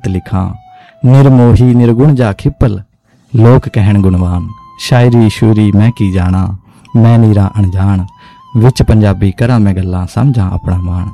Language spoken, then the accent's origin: Punjabi; Mohali district, Punjab, India; moved away; ਮੈਂ ਜਦੋਂ ਆਪਣੇ ਪਿੰਡ 'ਚ ਰਹਿੰਦਾ ਸੀਗਾ, ਪੰਜਾਬ 'ਚ, ਬੇਸਿਕਲੀ ਮੇਰਾ ਜਨਮ ਜਿਹੜਾ ਪੰਜਾਬ ਦਾ ਹੈ, ਮੋਹਾਲੀ ਡਿਸਟ੍ਰਿਕਟ ਹੈ ਮੇਰਾ